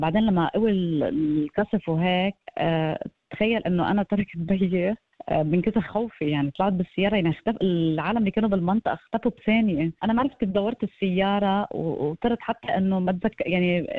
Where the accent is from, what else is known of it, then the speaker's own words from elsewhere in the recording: South Lebanon, Lebanon; now in Australia; بس أكيد الانتماء الأول للبلد اللي خلقت فيه.